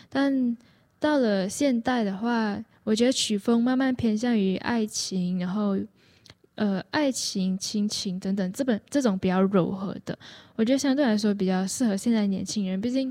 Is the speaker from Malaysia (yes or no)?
yes; Malaysia; now in Taiwan